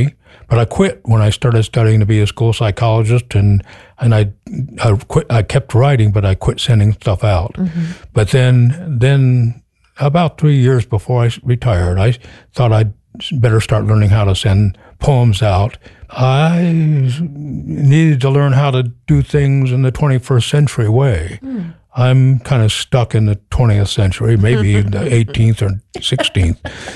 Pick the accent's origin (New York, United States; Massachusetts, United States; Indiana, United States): Indiana, United States; Connersville; I grew up in Connersville, and, mm-hmm.